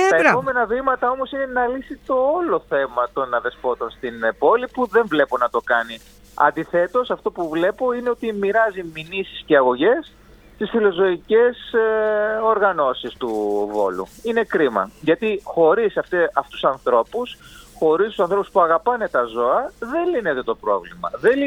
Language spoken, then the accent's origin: Greek; Volos, Thessaly, Greece; σαν βολιώτης